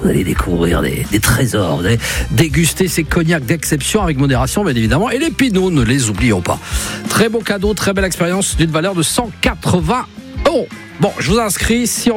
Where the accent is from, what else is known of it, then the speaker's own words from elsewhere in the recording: Saint-Galmier, Auvergne-Rhône-Alpes, France; Bien sûr, je suis originaire de Saint-Galmier.